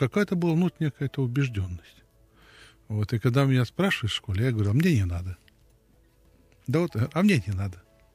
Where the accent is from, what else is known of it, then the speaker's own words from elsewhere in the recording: Belarus; я родился и вырос в Белоруссии.